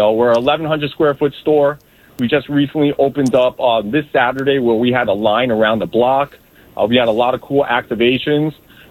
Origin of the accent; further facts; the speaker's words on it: New York City, New York, United States; I was born and raised in Brooklyn and Kensington, and I lived in Bay Ridge for a little bit.